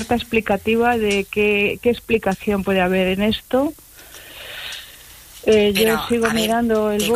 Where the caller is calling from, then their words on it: Madrid, Community of Madrid, Spain; yo te llamo desde Madrid